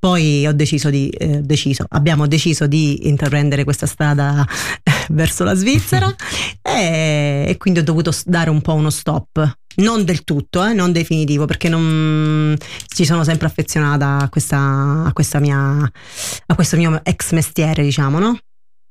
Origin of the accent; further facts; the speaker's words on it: Messina, Sicily, Italy; moved away as an adult; now in Schaffhausen, Switzerland; io sono di Messina